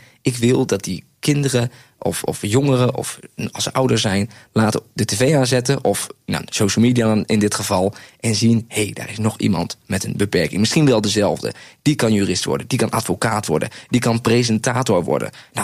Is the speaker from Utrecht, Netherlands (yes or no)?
no; Groningen, Netherlands; Ze vonden mij juist heel direct als Groninger.